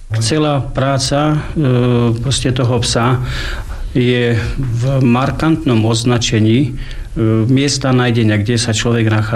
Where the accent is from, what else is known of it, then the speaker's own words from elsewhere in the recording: Veľká Lomnica, Prešov Region, Slovakia; narodil som sa tu pod Tatrami